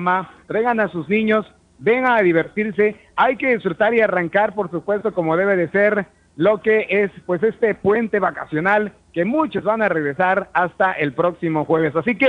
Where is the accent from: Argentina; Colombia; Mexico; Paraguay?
Mexico; somos mexicanos